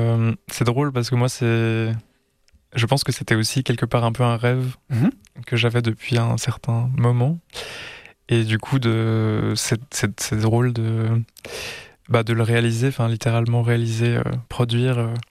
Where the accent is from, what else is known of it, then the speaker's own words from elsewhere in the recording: Switzerland; On est suisse.